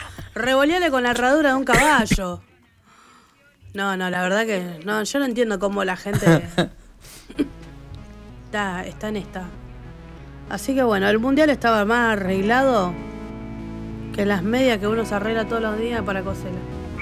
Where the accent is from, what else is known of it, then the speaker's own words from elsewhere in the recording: Argentina; nosotros somos argentinos